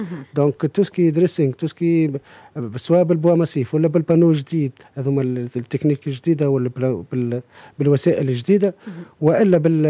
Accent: Tunisia

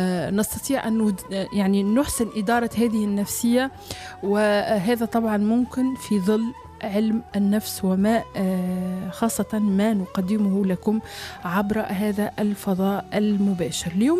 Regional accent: Tunisia

